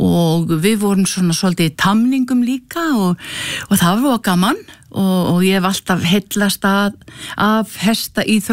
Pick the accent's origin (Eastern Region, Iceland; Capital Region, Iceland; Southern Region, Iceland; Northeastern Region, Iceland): Southern Region, Iceland; Hvolsvöllur; also born or lived in Rauðalækur / Djúpadalur; Ég að mestu leiti alinn upp á Hvolsvelli. Ég fædd á Rauðalæki Holtum, svo flýst ég í Djúpadal, svo flýst ég á Hvolsvell og svo á Sunnukvol sem rétt bara utan við Hvolsvöll